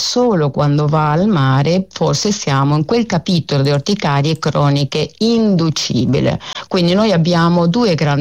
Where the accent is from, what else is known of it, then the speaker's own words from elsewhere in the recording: Argentina; now in Italy; Sono, diciamo, argentina, sono nata e cresciuta in Argentina, ma sono nipote di italiani